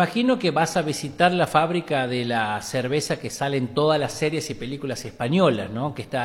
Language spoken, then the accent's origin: Spanish; Argentina; born there; agradezco haber nacido argentino, agradezco a Dios de haber sido argentino.